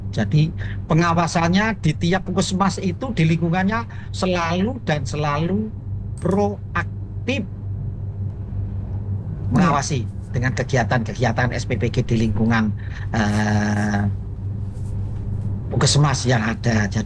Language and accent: Indonesian; Gemolong, Central Java, Indonesia; itu saya orang Gemolong